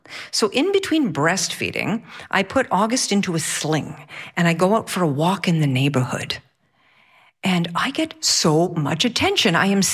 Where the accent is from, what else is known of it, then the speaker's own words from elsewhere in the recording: Quebec, Canada; born there; I was born just outside of Montreal.